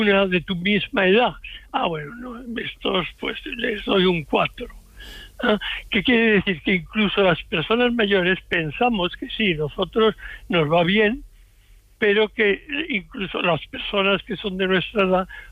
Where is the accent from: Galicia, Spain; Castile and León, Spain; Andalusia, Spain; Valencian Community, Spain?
Andalusia, Spain; Seville; born there; No, yo nací en Sevilla y mi madre era del norte de Santander.